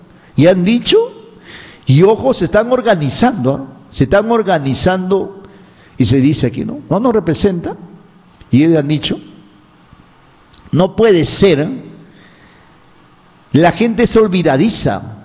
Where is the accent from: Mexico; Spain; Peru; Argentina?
Peru; Soy cristiano, soy persona, soy peruano.